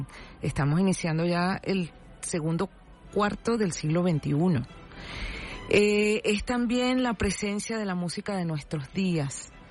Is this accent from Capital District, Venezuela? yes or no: yes; Caracas, Capital District, Venezuela; como venezolanos, como caraqueños